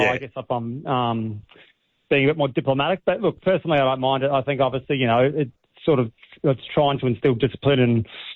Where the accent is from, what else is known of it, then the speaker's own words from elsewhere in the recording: New Zealand; now in Melbourne, Australia; growing up in New Zealand.